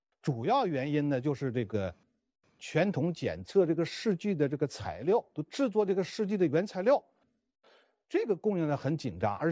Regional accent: China; 还是希望咱们中国人来讲，本身我作为华人，作为国人，咱们国家现在糖尿病这个患者2.3亿多

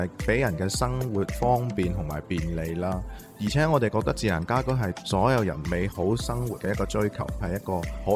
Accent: Macau; 咁我系嚟自于澳门嘅。

